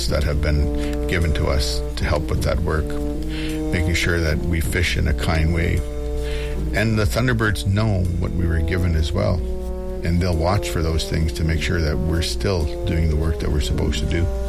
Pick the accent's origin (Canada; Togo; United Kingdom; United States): Canada; Sault Ste. Marie, Ontario; I'm originally from Baoting here, Sault Ste. Marie, the center of the Great Lakes, and the surrounding villages.